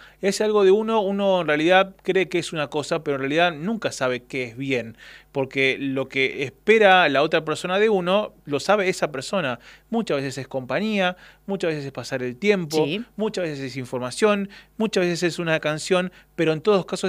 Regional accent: Patagonia, Argentina; moved away; yo soy de la Patagonia

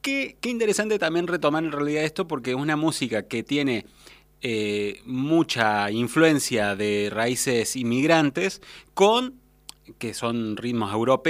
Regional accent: Córdoba, Argentina; los fanáticos que somos en general los argentinos, pero particularmente los cordobeses

